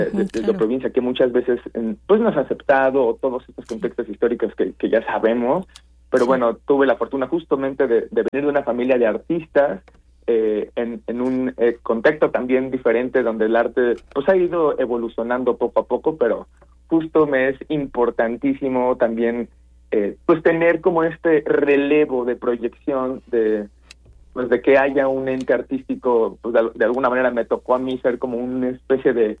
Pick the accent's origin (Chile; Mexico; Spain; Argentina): Mexico; Guanajuato; en Guanajuato, de donde yo soy originario.